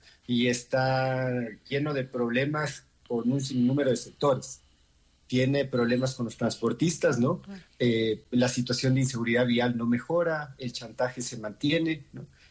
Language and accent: Spanish; Quito, Pichincha, Ecuador; los damnificados finalmente somos los quiteños